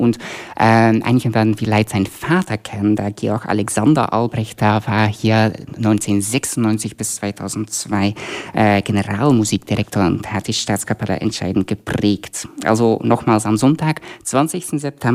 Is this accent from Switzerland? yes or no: no; Belgium; moved away; ich komme ursprünglich aus Belgien